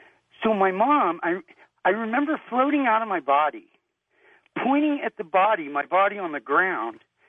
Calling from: Reno, Nevada, United States; I'm calling you from Reno.

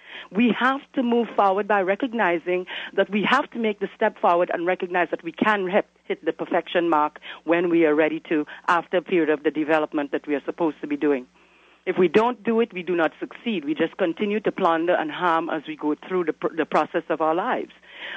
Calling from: Toronto, Ontario, Canada; Oh, I'm calling from Toronto.

